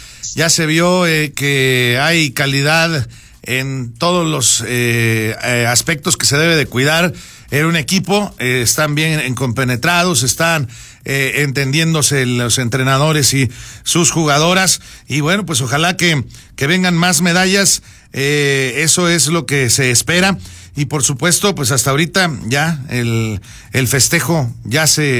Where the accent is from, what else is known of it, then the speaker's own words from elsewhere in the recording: Mexico; todo México, porque además también como mexicanos